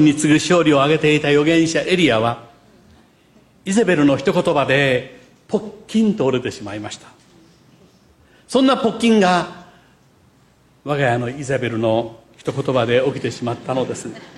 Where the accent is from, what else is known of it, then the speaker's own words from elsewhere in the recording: Kochi, Japan; 土佐の人間である私、いごっそうの私